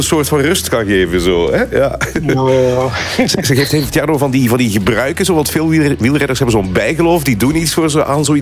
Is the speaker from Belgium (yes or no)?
yes; Flanders, Belgium; We mogen als Limburger bijzonder trots zijn.